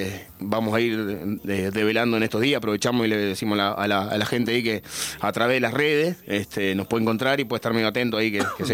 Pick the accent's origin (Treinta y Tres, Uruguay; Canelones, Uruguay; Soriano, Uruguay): Treinta y Tres, Uruguay; also born or lived in Melo, Cerro Largo; Yo soy prestado ya, porque si bien nací en Melo, la realidad es que me crié muy, muy cerca. O sea, lo más cerca que tenía era Santa Clara. Entonces, desde chiquito, bueno, siempre los vínculos, la familia, los amigos, el liceo, todo, ¿viste? Entonces, de alguna manera soy medio adoptivo ya.